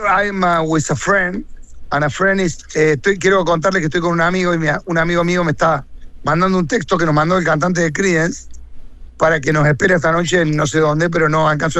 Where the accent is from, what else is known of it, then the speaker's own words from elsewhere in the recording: Córdoba, Argentina; soy de Córdoba.